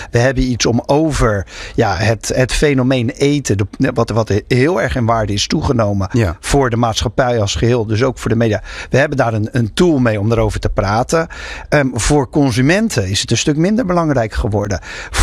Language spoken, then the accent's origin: Dutch; Rotterdam, South Holland, Netherlands; en dat zeg ik als Rotterdammer